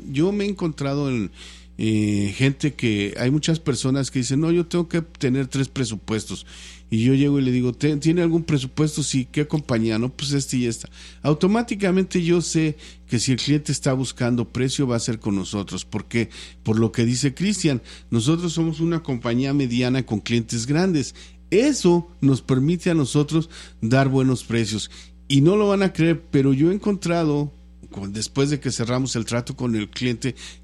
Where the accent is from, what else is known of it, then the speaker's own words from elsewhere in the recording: Texas, United States; los dueños son de ahí, de la ciudad de Mercedes, y todos los empleados que trabajamos aquí, pues somos de aquí